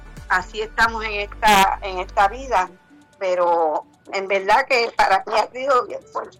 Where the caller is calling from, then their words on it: Cataño, Puerto Rico